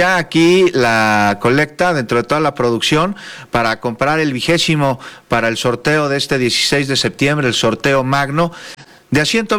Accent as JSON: {"language": "Spanish", "country": "Mexico"}